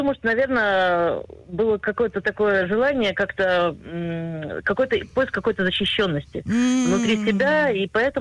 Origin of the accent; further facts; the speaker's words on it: Minsk, Belarus; now in Haifa, Israel; я родилась в Советском Союзе, я приехала в 90-м году из Беларуси, из Минска, со всей своей большой семьей в Хайфу, и я хайфский художник